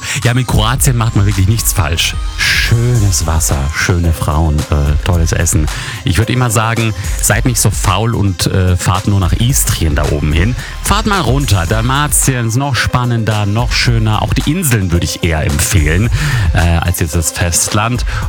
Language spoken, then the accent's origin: German; Bosnia & Herzegovina; Geht mal über die andere Grenze zu mir in mein Heimatland, Bosnien.